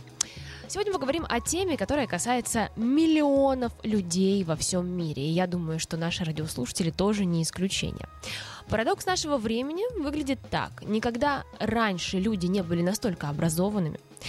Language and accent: Russian; Russia; moved away; я из России